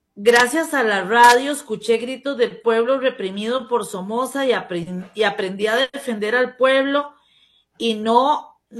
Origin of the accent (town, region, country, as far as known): Costa Rica; also born or lived in Barcelona